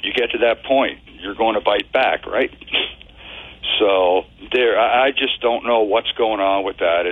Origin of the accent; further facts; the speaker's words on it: Mississauga, Ontario, Canada; now in Cambridge, Canada; I'm from Mississauga originally, and I moved to Cambridge